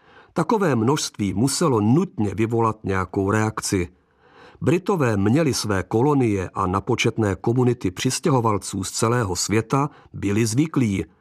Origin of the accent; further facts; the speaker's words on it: Brno, South Moravian Region, Czechia; born there; Na případnou otázku, odkud pocházím, proto raději odpovídám, že z Prahy, byť jsem se narodil v Brně.